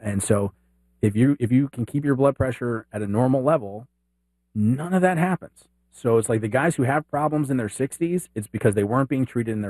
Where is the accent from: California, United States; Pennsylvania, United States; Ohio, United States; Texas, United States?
Texas, United States; Dallas; I remember when I was living in Dallas at the time. I was a kid. I grew up in Dallas.